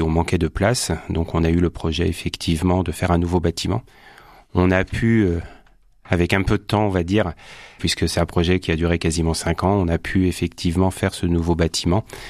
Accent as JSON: {"language": "French", "town": "Saint-Pompain", "region": "Nouvelle-Aquitaine", "country": "France", "said": "je suis originaire de la région puisque je suis issu de Saint-Pompin, un petit village à côté de Coulon-sur-le-Tize"}